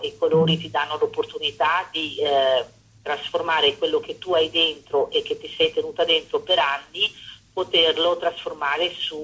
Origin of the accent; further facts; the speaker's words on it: Venice, Veneto, Italy